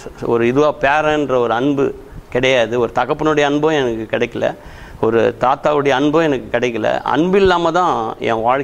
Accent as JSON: {"language": "Tamil", "town": "Chennai", "region": "Tamil Nadu", "country": "India", "tie": "born or raised there"}